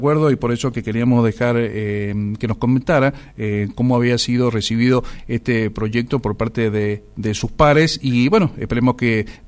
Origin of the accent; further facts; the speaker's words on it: Luján de Cuyo, Mendoza, Argentina; sentirse orgulloso uno como mendocino, como lujanino